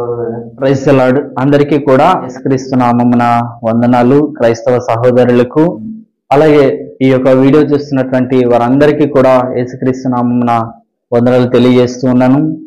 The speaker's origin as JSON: {"language": "Telugu", "town": "Kontalam", "region": "Andhra Pradesh", "country": "India", "tie": "born or raised there", "said": "మొదటిగా మాది విశాఖ జిల్లాలో ఒక చిన్న కుగ్రామం, చిన్న గ్రామం. మా గ్రామం పేరు కొంతలం గ్రామం."}